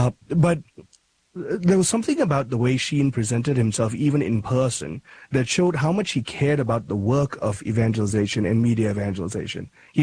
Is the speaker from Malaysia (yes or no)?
yes; Kuala Lumpur, Malaysia; by the way, I'm from Kuala Lumpur, Malaysia.